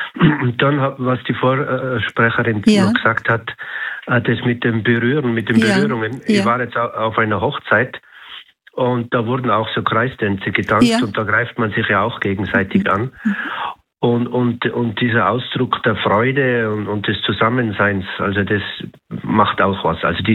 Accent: Tyrol, Austria; Grüß Gott, ja, ich bin aus Tirol hier

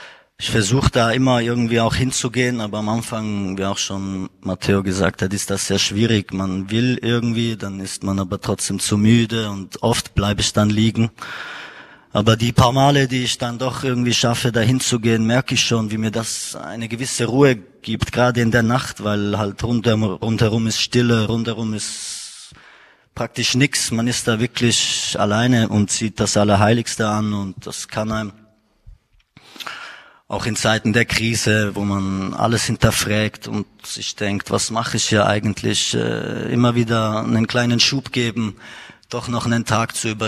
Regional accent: Switzerland; Ich bin aus der Schweiz, ich bin 27 Jahre alt

